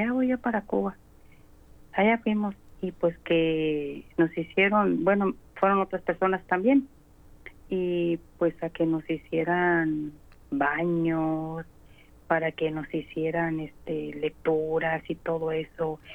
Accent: Mexico; moved away as an adult; now in United States; me bautizaron, bendito sea Dios, como todo mexicano que lo bautizan, lo confirman y hice mi primera comunión.

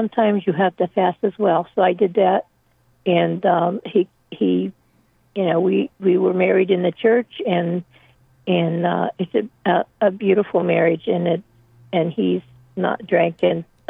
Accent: Pennsylvania, United States; born there; I was born also in Pennsylvania.

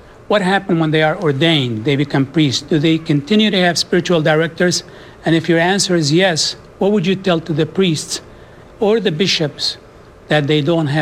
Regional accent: Iraq; now in West Bloomfield, Michigan, United States; I'm originally from Iraq. I'm a Chaldean.

